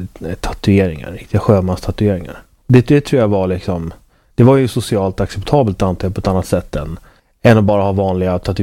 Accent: Uppsala, Uppsala County, Sweden; moved away; mina föräldrar i Uppsala

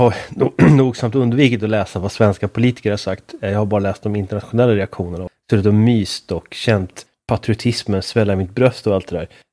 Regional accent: Sweden

